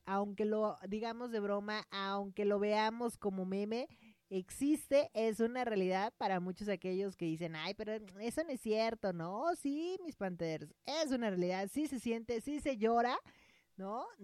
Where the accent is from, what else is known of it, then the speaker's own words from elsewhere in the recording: Mexico; nosotros como mexicanos nos desahogamos y lo sacamos de una manera de broma